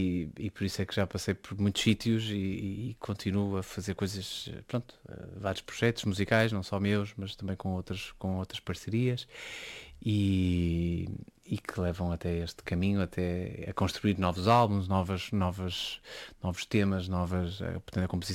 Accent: Porto, Norte, Portugal; also born or lived in Horta, Azores; toda a minha família do lado da minha mãe é daqui, do grupo central do Pico e do Faial. E eu nasci cá, depois com um ano fui logo para o Porto e pronto, passou a ser, no fundo nunca deixou de ser a casa, porque é o berço da família

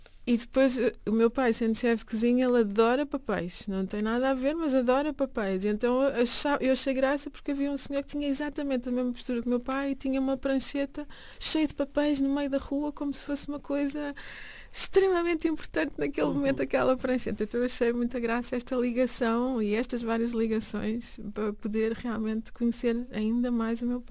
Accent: Lisbon, Portugal; born there; eu nasci em Lisboa. Meu pai veio para cá adolescente

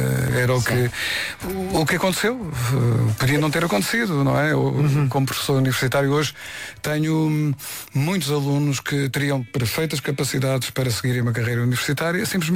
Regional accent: Setúbal, Portugal; De Setúbal, na minha cidade natal.

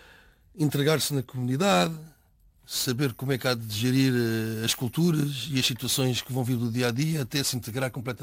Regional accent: Portugal; moved away as an adult; now in Gabon; Eu sou português, sou europeu

